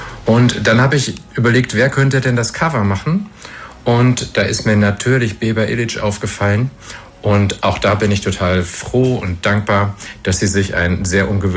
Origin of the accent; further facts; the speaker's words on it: Hagen, North Rhine-Westphalia, Germany; moved away as an adult; now in Bamberg, Germany; Ich bin natürlich Hagener. Ich bin auf dem Mops geboren. Ich habe so viel erlebt hier in Hagen.